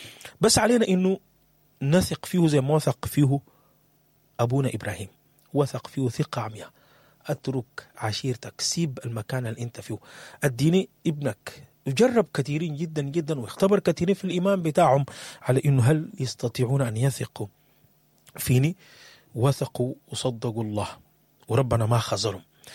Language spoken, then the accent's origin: Arabic; Sudan; بلدنا السودان